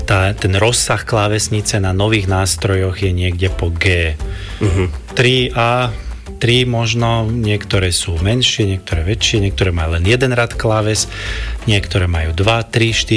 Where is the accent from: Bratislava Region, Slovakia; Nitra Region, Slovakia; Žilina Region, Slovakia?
Bratislava Region, Slovakia; Bratislava; ten najkrajší je vždy ten, na ktorom človek vyrastá a hráva. To je ten doma u nás v Čunove.